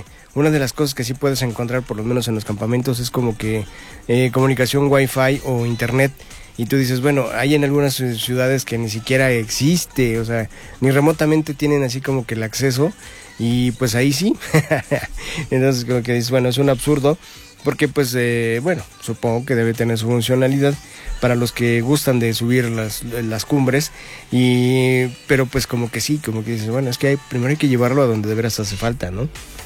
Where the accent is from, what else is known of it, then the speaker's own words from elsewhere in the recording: Mexico; ¿a poco no nos gustaría como mexicanos levantar la copa y decir, somos campeones?